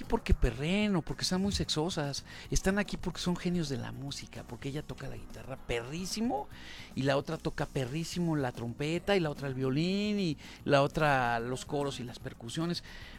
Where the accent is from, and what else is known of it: Mexico